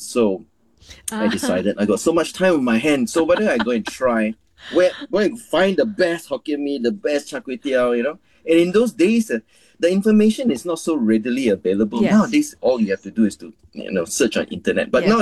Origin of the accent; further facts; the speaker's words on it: Singapore; Well, look, I'm Singaporean, right? So I grew up eating all these foods.